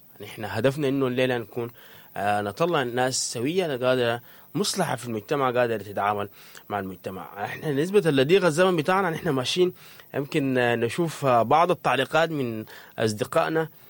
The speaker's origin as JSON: {"language": "Arabic", "country": "Sudan"}